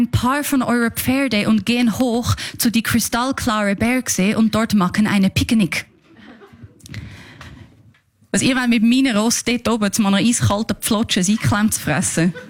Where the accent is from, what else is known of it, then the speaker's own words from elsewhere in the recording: Switzerland; ich bin da in der Schweiz aufgewachsen. Ich habe die Ansprüche, die man hat, wenn man in der Schweiz aufwächst.